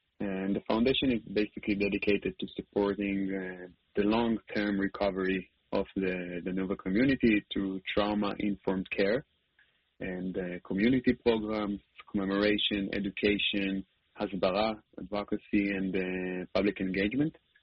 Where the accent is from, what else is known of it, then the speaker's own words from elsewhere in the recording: Holon, Tel Aviv District, Israel; to the club that he goes in Holon, my hometown.